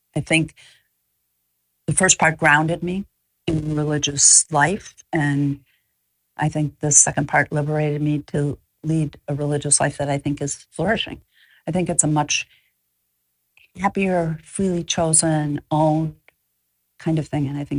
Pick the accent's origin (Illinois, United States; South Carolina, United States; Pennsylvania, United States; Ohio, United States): Illinois, United States; Chicago; moved away as an adult; now in New Orleans, United States; I grew up in Chicago, and I went to school in Lake Forest, and then I went to college in New York.